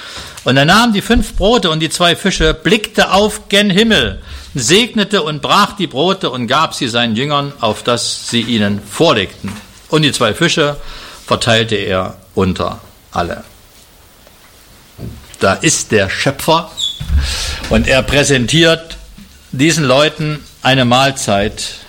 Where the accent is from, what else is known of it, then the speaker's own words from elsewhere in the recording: Jena, Thuringia, Germany; Ich fahre ab und zu die A4, komme an meiner alten Heimatstadt vorbei, Jena.